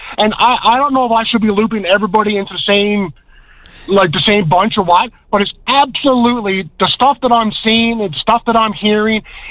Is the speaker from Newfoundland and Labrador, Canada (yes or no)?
yes; Newfoundland and Labrador, Canada; when they found out we're from Newfoundland, they kept saying how nice and how polite the people from Newfoundland and Labrador are.